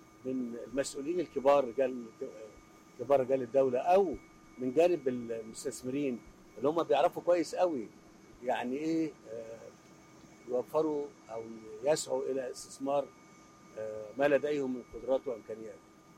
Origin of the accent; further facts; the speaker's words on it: Egypt; بلدنا مصر